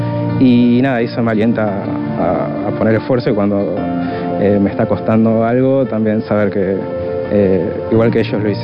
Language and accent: Spanish; Las Piedras, Canelones, Uruguay; Soy de Las Piedras Canelones.